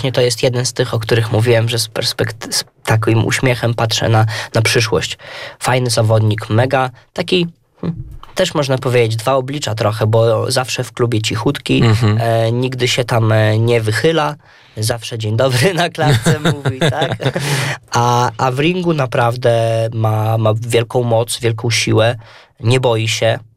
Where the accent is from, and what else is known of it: Łomża, Podlaskie Voivodeship, Poland; born or raised there